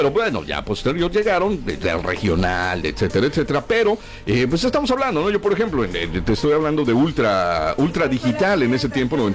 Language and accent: Spanish; Tulancingo, Hidalgo, Mexico; now in Poza Rica, Mexico; yo que soy de Tulancingo, Hidalgo